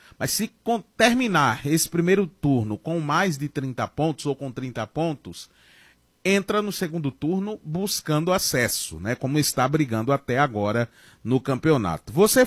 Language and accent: Portuguese; Brazil; assim como nós brasileiros